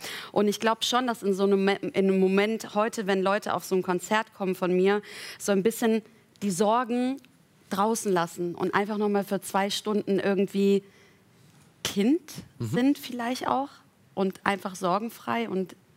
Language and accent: German; North Rhine-Westphalia, Germany